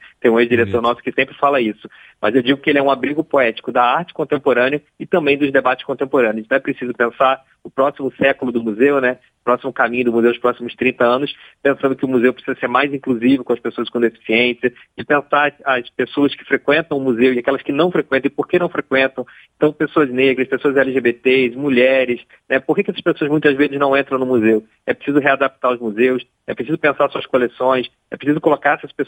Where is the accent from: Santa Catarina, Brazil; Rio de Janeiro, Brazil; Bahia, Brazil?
Rio de Janeiro, Brazil; um pouco da nossa função enquanto brasileiros, né, daqui do Rio de Janeiro e de Niterói